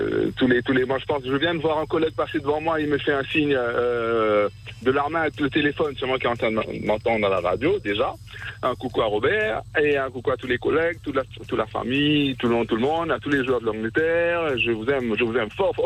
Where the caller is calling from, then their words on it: Quatre Bornes, Plaines Wilhems, Mauritius; J'habite à Quatre-Bornes.